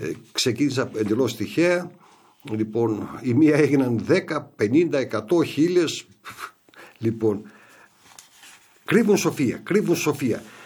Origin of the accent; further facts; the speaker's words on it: Vari, Western Macedonia, Greece; να πω μια παροιμία την οποία χρησιμοποιούμε στο χωριό μου, στη Βάρη